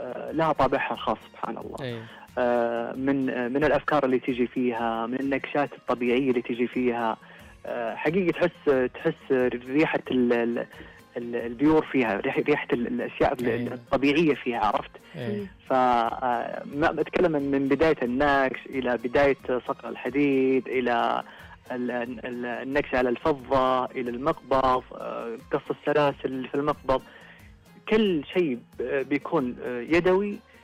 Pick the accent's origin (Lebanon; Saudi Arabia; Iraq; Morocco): Saudi Arabia; هذا يأثر فينا كثير، أنه باقي محافظين على تراثنا، على هويتنا، على انتقائنا للشخصية الأعظم بالنسبة لنا كسعوديين.